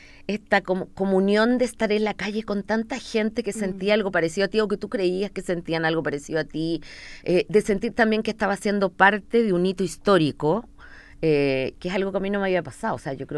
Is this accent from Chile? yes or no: yes; Chile; Entonces era como, oh, no puedo creer que esto está pasando en mi país, que yo estoy aquí viviéndolo.